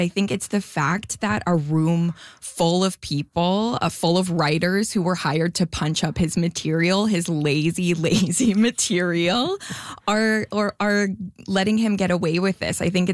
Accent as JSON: {"language": "English", "country": "Canada", "said": "You know, I'm a Canadian comedian and he is on Netflix."}